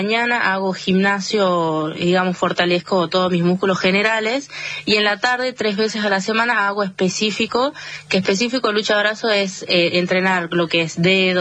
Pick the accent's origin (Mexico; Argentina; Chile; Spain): Argentina; northern Argentina; vos no tenés acento de Argentina, o no pareces argentina, y en realidad es porque soy norteña